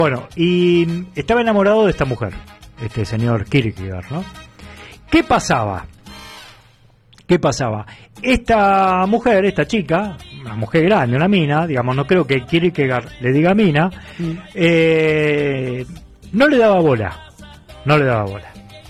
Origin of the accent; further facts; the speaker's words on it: Buenos Aires, Argentina; Y desconocen cómo es el sur de la capital, que también es ser porteño, obviamente, viviendo